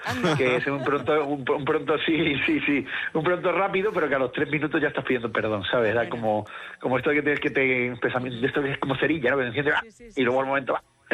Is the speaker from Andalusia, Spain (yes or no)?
yes; Cádiz, Andalusia, Spain; No, yo además me crié en Cádiz, con lo cual...